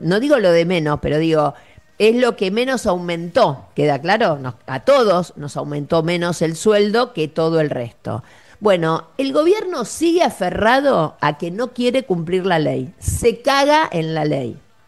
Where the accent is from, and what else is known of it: Argentina